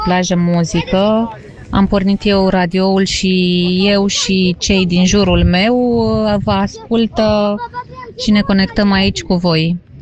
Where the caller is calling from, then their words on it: Craiova, Dolj, Romania; din Craiova și vă ascult de pe plaja Dures din Albania.